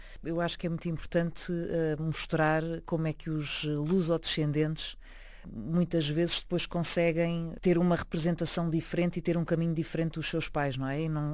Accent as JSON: {"language": "Portuguese", "country": "Portugal", "tie": "born there", "also_born_or_lived": "Saint-Denis, France", "said": "Nasci lá, estive lá os primeiros anos da minha vida, depois vim para Portugal"}